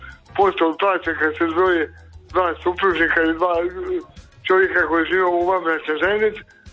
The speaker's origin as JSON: {"language": "Croatian", "country": "Croatia", "said": "mi smo Hrvati kontradiktorni."}